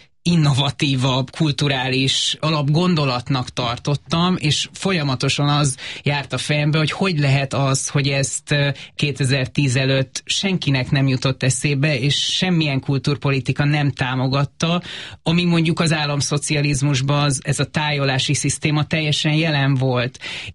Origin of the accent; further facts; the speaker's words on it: Pécs, Baranya, Hungary; Ugye én pécsi vagyok, ez is érdekes, hogy bár vidéki, de Pécs belvárosában nőttem föl.